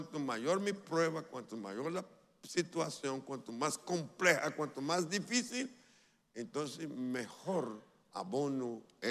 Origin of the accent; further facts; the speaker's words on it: Brazil; Spanish is a second language; moved away; ¿usted dónde es? Digo, Brasil